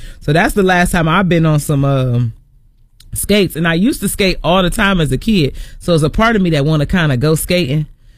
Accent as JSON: {"language": "English", "town": "East Cleveland", "region": "Ohio", "country": "United States", "tie": "born or raised there", "said": "I love that I grew up in East Cleveland."}